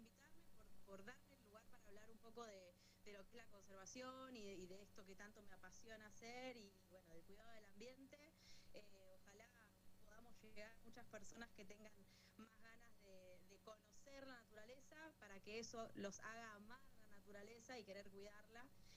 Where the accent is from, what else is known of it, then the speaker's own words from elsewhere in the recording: Avellaneda, Buenos Aires Province, Argentina; now in Aluminé, Argentina; yo soy de Buenos Aires, de Avellaneda.